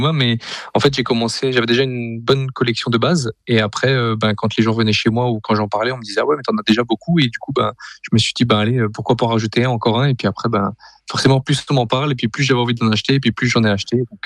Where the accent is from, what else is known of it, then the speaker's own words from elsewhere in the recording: Grand Est, France; En tant qu'Alsacien, je suis obligé, ouais.